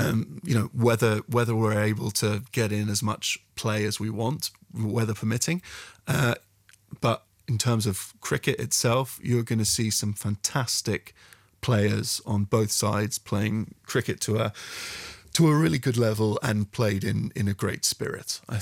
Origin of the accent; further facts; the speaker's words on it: Luxembourg; moved away as an adult; also born or lived in United Kingdom; I grew up in Luxembourg, and when I went to university in the UK